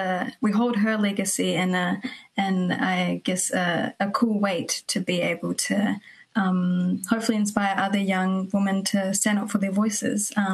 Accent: New Zealand; growing up in New Zealand and being a young female

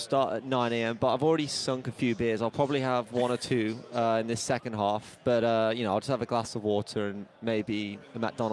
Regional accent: England, United Kingdom; I'm very, very English

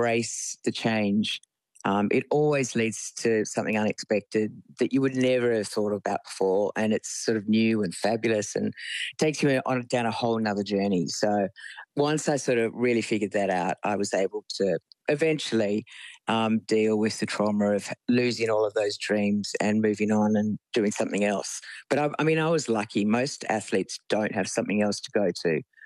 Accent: Cremorne, New South Wales, Australia; Yeah, I grew up in Cremorne, which is, I mean, I break out in hives when I go back there now.

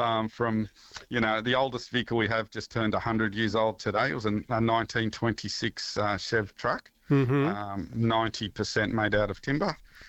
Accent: New South Wales, Australia; And just a slight correction for you, I'm from the Snowy Mountains.

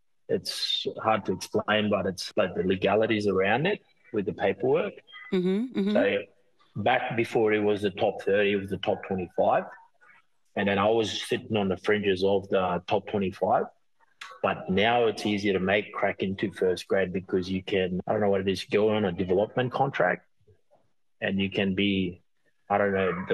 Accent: Queensland, Australia; growing up in the Tablelands, it's very small. So and we didn't have the pathways that the kids do now, especially with your rugby league excellence programs at school. And we, especially up by Far North here, there was no schools available.

